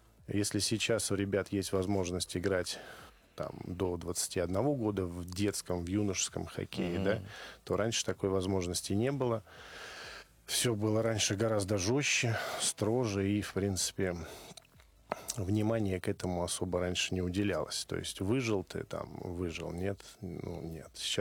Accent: Moscow, Russia; У нас в Гальяново, я рос в Гальяново, был пруд

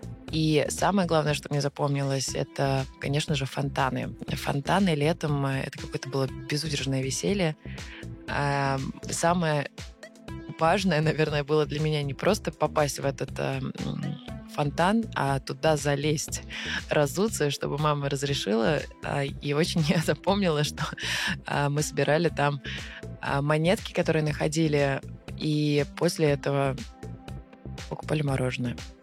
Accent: Moscow, Russia; Именно там прошло мое детство. Детство сознательное, я бы сказала, такой подростковый уже период. Мы родились с братом в Солнцево, а потом переехали поближе туда, к Фили.

